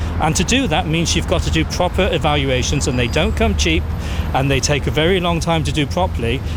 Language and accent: English; London, United Kingdom; I'm a taxpayer, I'm a Londoner.